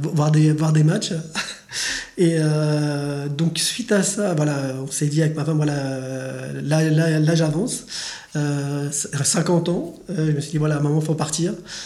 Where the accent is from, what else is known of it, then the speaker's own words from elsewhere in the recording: Saint-Denis, Île-de-France, France; born there; moved away as an adult; J'ai toujours dit à ma mère que j'étais pas né au bon endroit. pour un ordre d'idée, moi je suis né en Île-de-France dans le 93 à Saint-Denis.